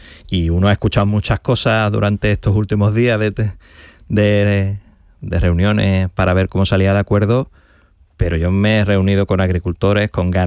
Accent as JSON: {"language": "Spanish", "town": "Cádiz", "region": "Andalusia", "country": "Spain", "said": "Yo soy gaditano, una vivienda, las últimas viviendas de protección oficial en Cádiz son 275.000 euros."}